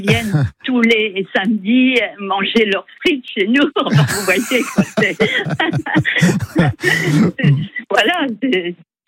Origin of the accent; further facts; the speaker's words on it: Grand Est, France; Mais là, moi, je suis des Ardennes. J'ai un petit truc sur Sanary.